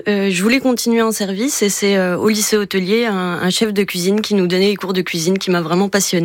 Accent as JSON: {"language": "French", "region": "Grand Est", "country": "France", "moved": "as an adult", "lives_now": "Jura, France", "said": "Chez moi en Moselle, j'ai commencé à Metz dans des tout petits restaurants."}